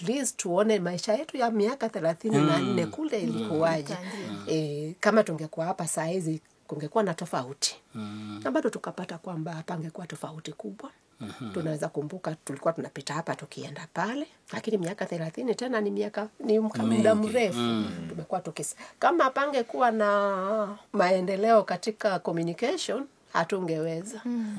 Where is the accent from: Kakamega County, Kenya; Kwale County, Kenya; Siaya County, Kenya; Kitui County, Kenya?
Siaya County, Kenya; Bondo; now in Nairobi, Kenya; Sasa mimi saizi naishi Nairobi.